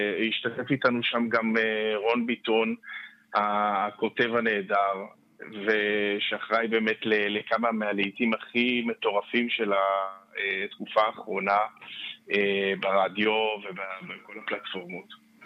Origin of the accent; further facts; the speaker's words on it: Tel Aviv, Tel Aviv District, Israel; כשנינו גדלנו כאן בתל אביב.